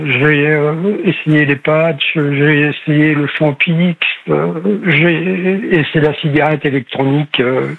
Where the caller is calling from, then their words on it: Normandy, France; Seine-Maritime.